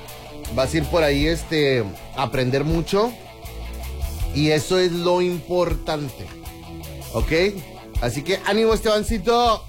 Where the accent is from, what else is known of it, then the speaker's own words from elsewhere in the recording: South Korea; now in Mexico; Yo siempre confié en mi natal Corea del Sur, porque para los que no saben, yo soy coreano. Aunque ustedes no lo crean. Entonces, ahí está. Como yo soy coreano, pues yo le tenía fe, obviamente, a Corea del Sur.